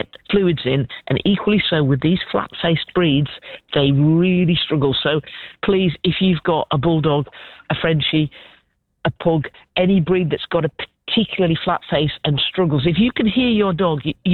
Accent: England, United Kingdom; We're English.

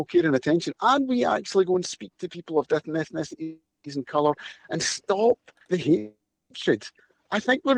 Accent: Glasgow, Scotland, United Kingdom; I was born in Glasgow, lived here all my life. I've raised a family here. I love the city. I'm proud to be Scottish.

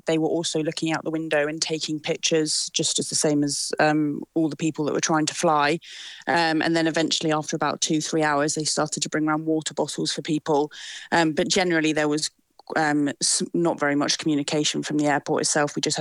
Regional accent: London, United Kingdom; We're from London, but I work in Portsmouth.

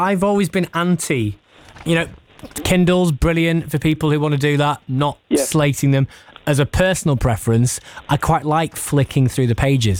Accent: Yorkshire and the Humber, United Kingdom; See, I'm not really a tea drinker, which as a Yorkshireman at heart does cause some consternation

